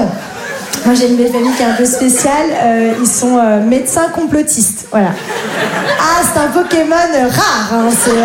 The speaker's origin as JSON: {"language": "French", "region": "Grand Est", "country": "France", "tie": "born or raised there", "said": "Voilà, je n'ai jamais reçu de pression et j'ai grandi en Lorraine. C'est quand même pas un territoire réputé pour les droits de l'homme."}